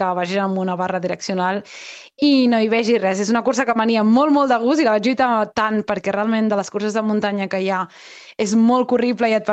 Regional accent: Vilassar de Mar, Catalonia, Spain

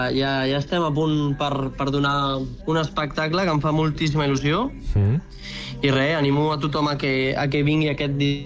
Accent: Sant Just Desvern, Catalonia, Spain; Sí, soc de Sant Just, d'Esvern.

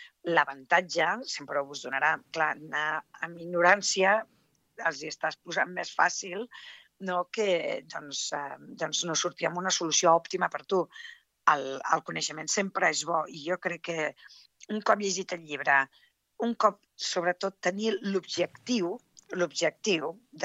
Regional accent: Tarragona, Catalonia, Spain; also born or lived in Morella / London; Jo soc de Tarragona, meitat de Tarragona, meitat de Morella, i Tarragona m'assembla una ciutat més gran, no?

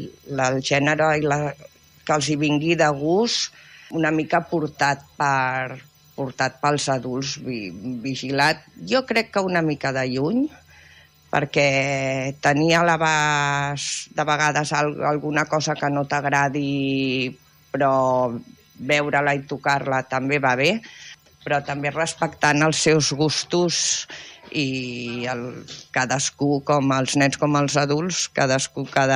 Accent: Rubí, Catalonia, Spain; born there; Jo soc de Rubí, nascut a Rubí

